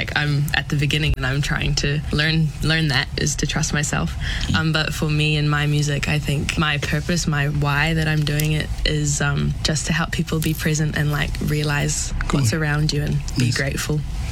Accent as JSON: {"language": "English", "country": "Brazil", "said": "I'm from Brazil."}